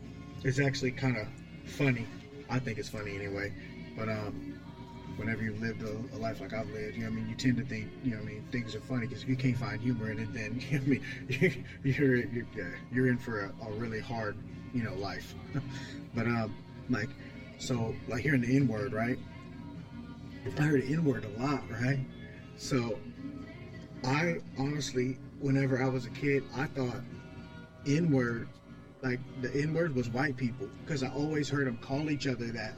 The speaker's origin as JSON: {"language": "English", "region": "Mississippi", "country": "United States", "tie": "born or raised there", "also_born_or_lived": "Virginia", "moved": "yes", "said": "So I was born in Virginia, but I guess we left there when I was a real little kid, like probably like two, maybe. I had a lot of my childhood raised in Mississippi"}